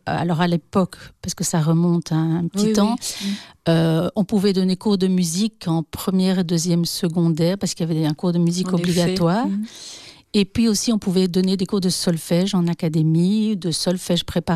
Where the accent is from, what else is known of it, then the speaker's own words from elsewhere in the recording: Tournai, Wallonia, Belgium; Non, non, je suis originaire de Tournai.